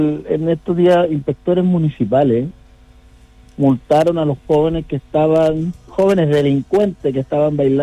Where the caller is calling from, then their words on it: Antofagasta, Chile; yo soy antofagastino, ¿eh?, de tomo y lomo. Como decía el profesor, yo soy más antofagastino que chileno.